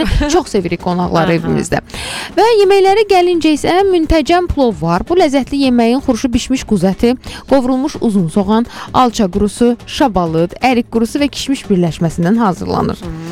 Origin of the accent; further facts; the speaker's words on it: Baku, Azerbaijan; Mən özüm Bakıdanam.